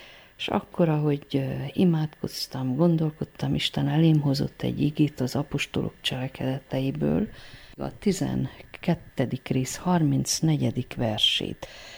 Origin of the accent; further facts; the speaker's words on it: Székely Land, Romania; Egy olyan székelyföldi faluban nőttem föl, ahol egy tömbben élnek cigányok is. Cigány osztálytársaim is voltak.